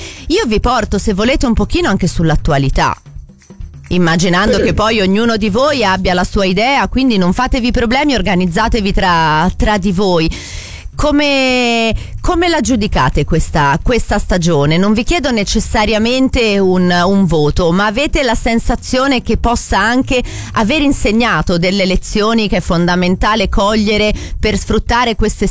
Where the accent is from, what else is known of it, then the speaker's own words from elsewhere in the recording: Milan, Lombardy, Italy; moved away as an adult; now in Florence, Italy; Io per prima sono di Milano e sono venuta a vivere a Firenze perché ero sempre a Firenze per la Fiorentina.